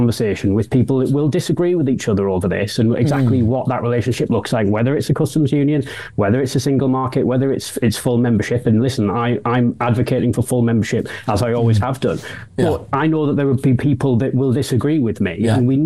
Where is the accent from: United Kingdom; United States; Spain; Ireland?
United Kingdom; Middlesbrough, North East England; You know, I'm a lad from the northeast of England. I'm from Middlesbrough. I'm from a working class background